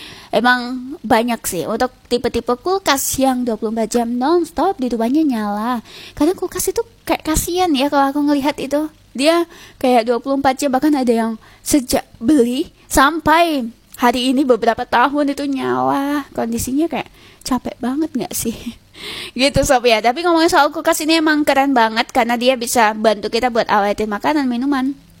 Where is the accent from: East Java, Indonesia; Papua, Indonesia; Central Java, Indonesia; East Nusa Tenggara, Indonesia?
East Java, Indonesia; Lamongan; ada teman aku yang nanyain ketika habis kita perkenalan diri kalau kita dari Lamongan